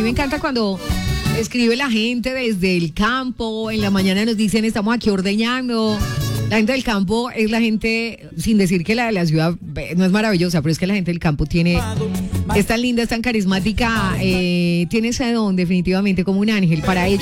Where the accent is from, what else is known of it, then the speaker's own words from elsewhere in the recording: Colombia; lo que somos los colombianos